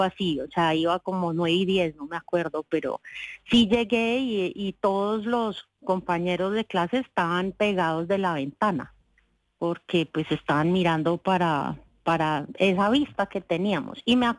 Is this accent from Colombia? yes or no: yes; Colombia; now in New York, United States; mi amiga es de Venezuela, yo soy de Colombia, y mi otro amigo de San Diego, todos éramos de otras partes, nadie era de Nueva York